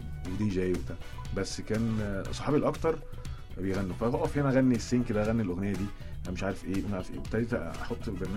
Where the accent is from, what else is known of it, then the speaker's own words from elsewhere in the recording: Egypt; احنا مصريين يعني